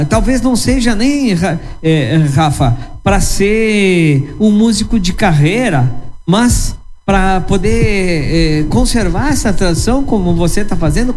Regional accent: Carazinho, Rio Grande do Sul, Brazil; moved away; o município de Carazinho, que é a minha terra natal lá, né?

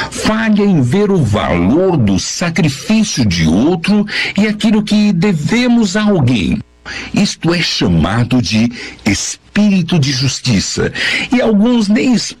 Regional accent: São Caetano do Sul, São Paulo, Brazil; born or raised there

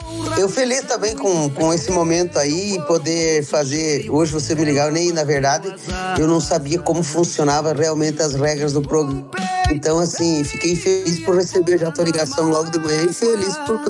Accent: Ampére, Paraná, Brazil; eu sou de Ampere, no sudoeste do Paraná, próximo à Argentina.

